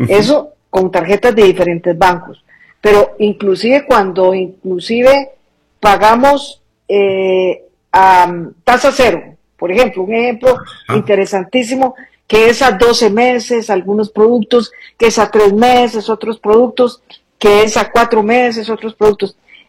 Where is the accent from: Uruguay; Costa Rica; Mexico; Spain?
Costa Rica; Nosotros como costarricenses nos evaluamos qué tan conocemos del tema de las tarjetas de crédito